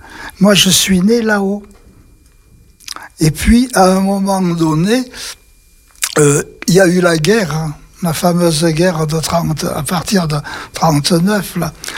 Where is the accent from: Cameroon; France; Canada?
France; Nanterre, Île-de-France; born there; Je suis né à Nanterre, c'est-à-dire tout près de Paris.